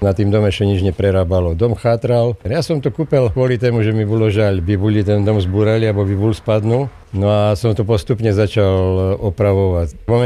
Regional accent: Prešov Region, Slovakia; U nás v Šarišu še tému utorí, že komenciaši, to je taký ten šarišský výraz

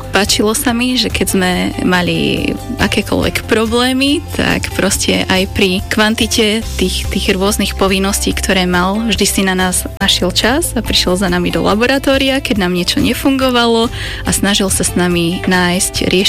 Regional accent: Beňuš, Banská Bystrica Region, Slovakia; moved away; also born or lived in Brezno; mohla som tu prežiť to najšťastnejšie detstvo. V podstate základnú školu som absolvovala u nás v dedine, v Beňuši. Neskôr som pokračovala štúdium na gymnáziu.

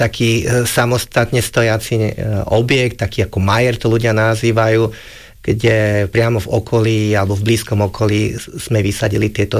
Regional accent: Bratislava, Bratislava Region, Slovakia; moved away as an adult; now in Látkovce, Slovakia; Tak ja som vyrastal a narodil som sa tu v Bratislave a Bratislavu mám veľmi rád. No a žijú tu moji rodičia, takže navštevujem rodičov. No a od 98. žijem v Látkovciach.

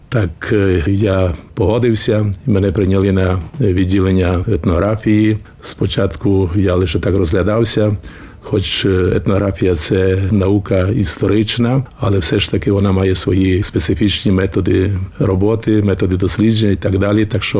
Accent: Volyn Oblast, Ukraine; also born or lived in Svidnik, Slovakia; Так, я народився у Свиднику, потім наша сім'я в рамках оптації у 1947 році переселилася на Україну, тодішній Радянський Союз, на Волинщину, де я провів свої дитячі і частково юнацькі роки серед чудової природи.

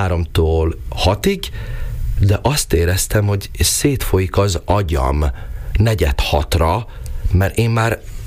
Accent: Hungary; egy szlovák úgy is hallaná, hogy magyar vagyok

